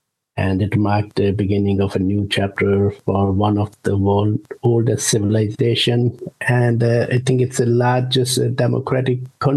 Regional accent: Punjab, India; now in Carlow, Ireland; I'm originally from Punjab in northern India. I have been living in Ireland since 2002, and I'm proud to have the opportunity to share a little of my culture with the people today. I live in Carlow town

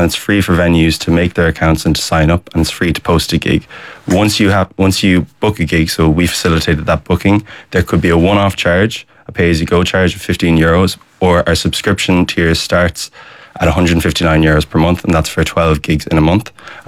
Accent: Connacht, Ireland; Because I'm from Leitrim. And then I've been known in Dublin because I've been gigging there for the last 4 years.

